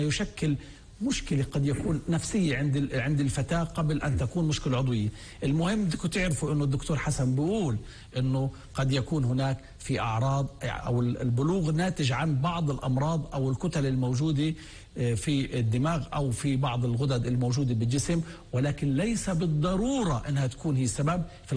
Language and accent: Arabic; Palestine; احنا كشعب فلسطيني